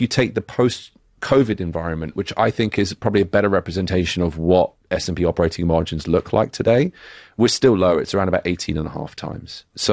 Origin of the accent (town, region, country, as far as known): United Kingdom; accent: British